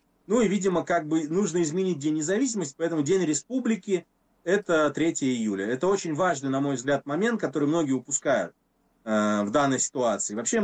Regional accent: Belarus; я тоже белорус

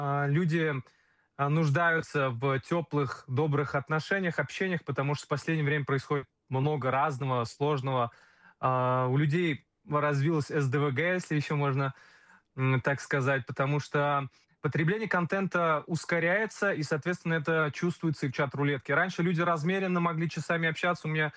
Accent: Kazan, Tatarstan, Russia; я из Казани, из Республики Татарстан.

